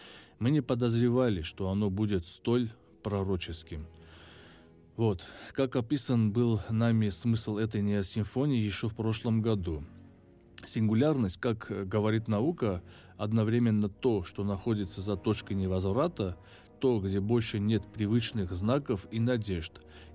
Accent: Yerevan, Armenia; Родился я в Армении, прекрасной северной части страны, городе Ереван.

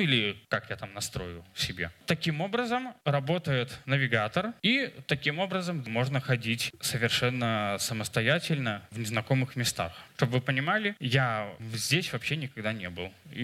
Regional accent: Minsk, Belarus; это же все-таки Минск, мой родной город

